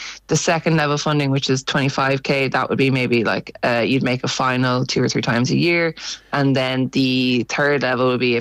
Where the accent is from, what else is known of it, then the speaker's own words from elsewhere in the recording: Galway, Connacht, Ireland; moved away as an adult; now in Cork, Ireland; I grew up in Galway, and to be part of the team, I had to relocate to Cork once I graduated from university.